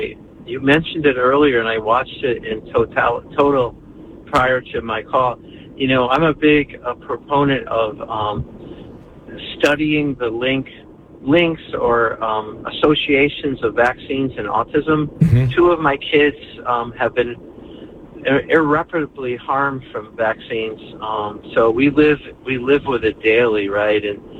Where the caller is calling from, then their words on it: Clearwater, Florida, United States; Hi, Drew. Hi … from Clearwater.